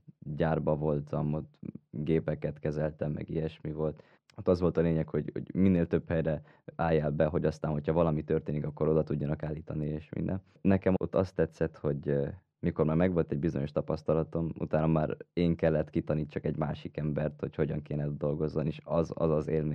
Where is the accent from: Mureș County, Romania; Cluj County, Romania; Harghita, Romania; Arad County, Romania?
Cluj County, Romania; Cluj-Napoca; én, mint kolozsvári és egyetemre járó